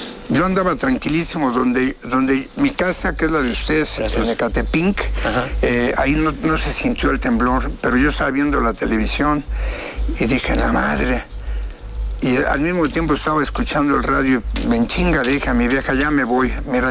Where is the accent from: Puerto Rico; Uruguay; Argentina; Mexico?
Mexico; Mexico City; Mi hermano andaba ahí, somos de la Guerrero.